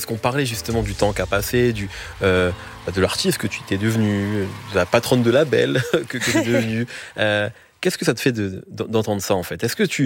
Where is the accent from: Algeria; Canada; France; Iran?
France; Ou chez nous, en France, parfois c'est un peu plus compliqué ou ça peut être un peu plus mal vu.